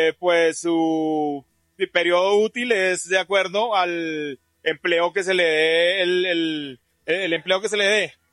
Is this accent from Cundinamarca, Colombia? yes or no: yes; Apulo, Cundinamarca, Colombia; nosotros venimos del municipio de Apulo, Cundinamarca.